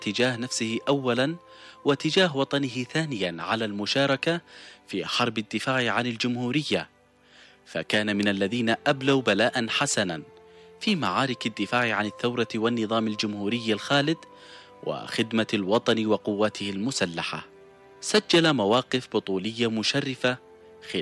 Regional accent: Yemen; في بلدنا اليمن

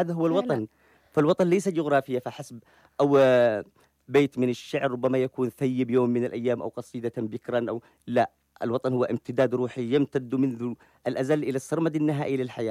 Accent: Yemen; في قريتي كنت طفلا، لكنني بسن الكبار كانوا زملاء وحتى الذين هم أكبر مني سنا

